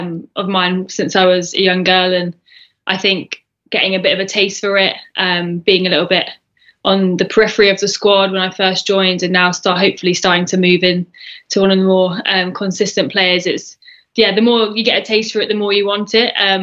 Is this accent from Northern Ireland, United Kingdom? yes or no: no; Bedford, East of England, United Kingdom; Yeah, so born and raised in Bedford, so it's about an hour north of London.